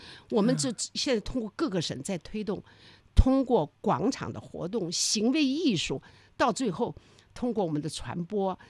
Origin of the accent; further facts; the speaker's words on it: China; 我作为一个中国人